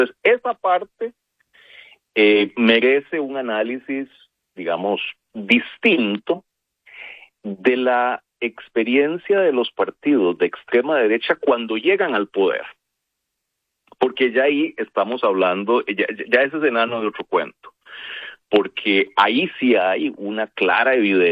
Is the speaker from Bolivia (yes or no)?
no; Costa Rica; a mí me duele mucho como costarricense